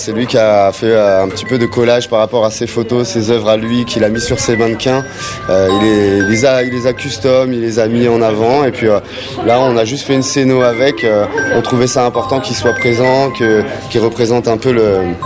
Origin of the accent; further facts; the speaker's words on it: Paris, Île-de-France, France; moved away as an adult; now in Toulouse, France; je suis de Paris à la base.